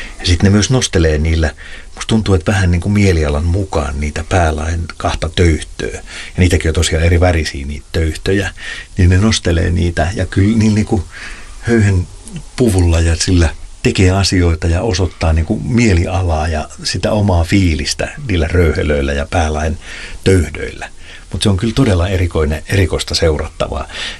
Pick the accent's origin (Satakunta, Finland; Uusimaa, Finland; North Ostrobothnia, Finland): Satakunta, Finland; Pori; Mä muistan 80-luvulla, niin kun mä olen Porista kotoisin, niin siellä oli vielä suokukkoja soittimia.